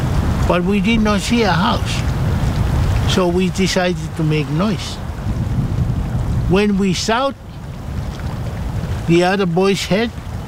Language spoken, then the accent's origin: English; Tonga; When we've been growing up in Tonga, and our parents teach us in so many things